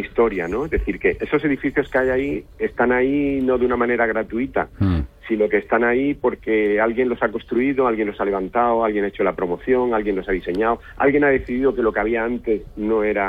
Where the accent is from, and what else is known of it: Almería, Andalusia, Spain